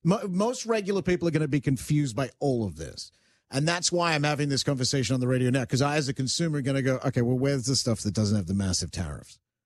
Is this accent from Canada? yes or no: yes; Canada; as a Canadian consumer